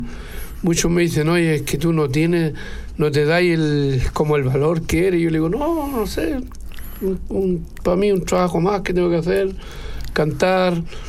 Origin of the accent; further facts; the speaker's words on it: Montero, Santa Cruz, Bolivia; A mí nunca me han hecho reconocimiento en mi pueblo, en Montero.